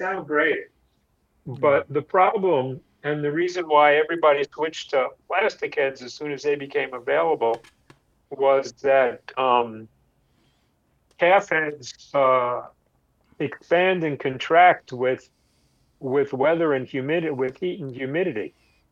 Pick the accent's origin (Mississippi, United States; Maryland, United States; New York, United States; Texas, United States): New York, United States; I grew up in New York, and I went to junior high school 127, Castle Hill Junior High School in the Bronx